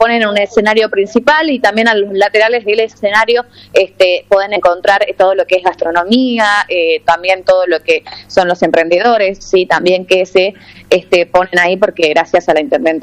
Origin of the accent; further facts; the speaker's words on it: Alderetes, Tucumán, Argentina; Yo soy de Alderetes, para la gente que no sabía. Yo soy de ahí